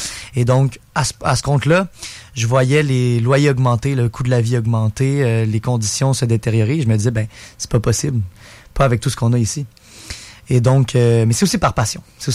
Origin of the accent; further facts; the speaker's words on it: Quebec City, Quebec, Canada; born there; first language Spanish; French is a second language; Ma mère est espagnole, 100% espagnole, et mon père est de Montréal. Et donc, je suis né à Québec, ici, là, comme tu disais, Carl, dans le quartier Saint-Sacrement, donc dans la circonscription de Taschereau. Je parle français, anglais, espagnol, bien évidemment. L'espagnol étant ma langue maternelle.